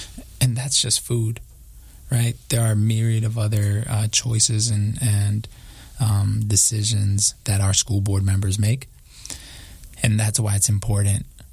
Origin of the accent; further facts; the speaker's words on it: Chicago, Illinois, United States; these issues very intimately as a student, but also as a special education teacher, and also just as a Chicagoan.